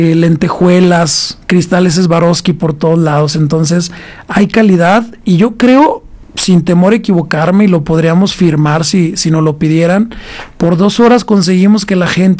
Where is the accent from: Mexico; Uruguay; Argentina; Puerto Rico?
Mexico; así somos los mexicanos